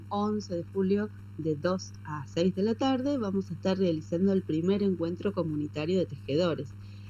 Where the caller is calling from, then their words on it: San Esteban, Córdoba, Argentina; Soy de San Esteban, artesana tejedora